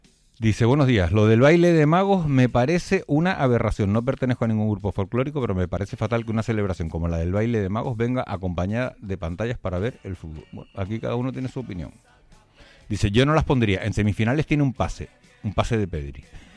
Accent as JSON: {"language": "Spanish", "region": "Canary Islands", "country": "Spain", "said": "tú y yo somos más canarios."}